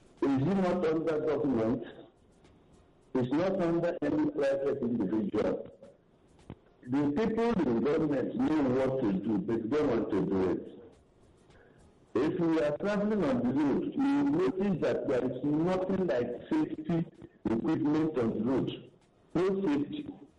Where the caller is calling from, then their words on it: Lagos, Nigeria; I'm calling from Lagos.